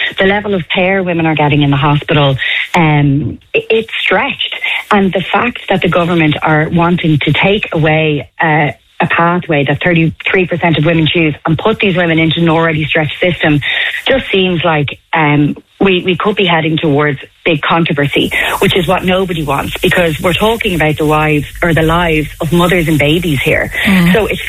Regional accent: Ireland; You know, as an Irish woman, we've battled for choice for long enough.

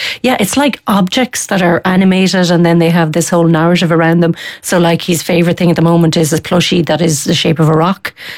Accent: Tipperary, Munster, Ireland; I grew up in Tipperary. It's a bit landlocked.

